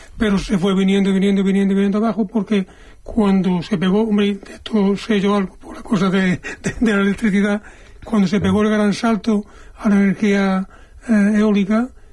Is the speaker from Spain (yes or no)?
yes; Linares, Andalusia, Spain; also born or lived in Mengíbar; yo que soy un cateto de Linares, aunque nací en Mengíbar